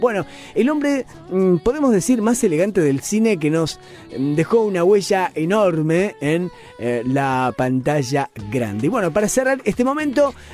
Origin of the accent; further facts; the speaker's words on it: Argentina; Yo creo que los argentinos somos uruguayos